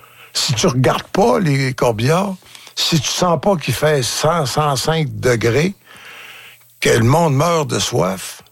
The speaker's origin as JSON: {"language": "French", "town": "Falardeau", "region": "Quebec", "country": "Canada"}